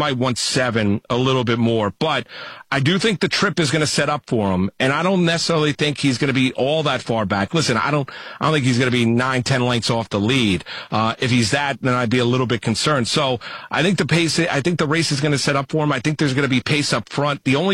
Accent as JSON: {"language": "English", "region": "East Coast", "country": "United States", "tie": "born or raised there", "said": "I grew up on the East Coast. I didn't grow up out in Southern California."}